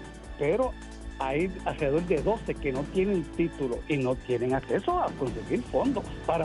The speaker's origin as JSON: {"language": "Spanish", "town": "Caguas", "country": "Puerto Rico", "tie": "born or raised there", "said": "en las comunidades lejos de las ciudades como en mi pueblo de Caguas, que hay alrededor de 20 pozos hincados que cumplen con la ley"}